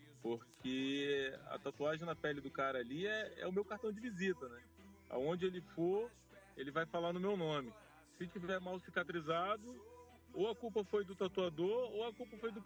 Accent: Amazonas, Brazil; moved away as an adult; Eu cresci aí no Javarizinho.

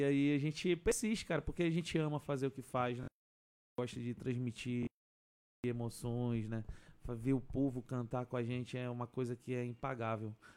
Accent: Manaus, Amazonas, Brazil; moved away as an adult; now in Tabatinga, Brazil; Sou de Manaus, sou de Manaus.

